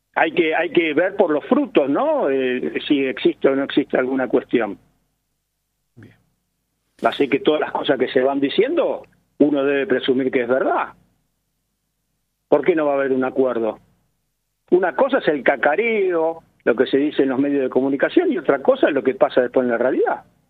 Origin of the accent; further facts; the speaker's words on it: Rosario, Santa Fe, Argentina; Yo voté en Santa Fe, soy rosarino.